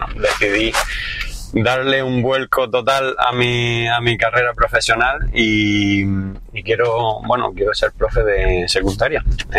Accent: La Mojonera, Andalusia, Spain; moved away as an adult; now in Olula del Río, Spain; Original de La Mojonera, pero adoptado ya de Ulula.

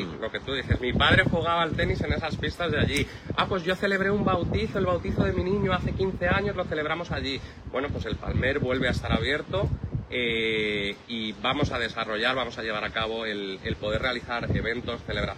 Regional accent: Madrid, Community of Madrid, Spain; moved away as an adult; now in Almería, Spain; Yo soy de Madrid, y además soy más madrileño que el Chotis, ¿vale?

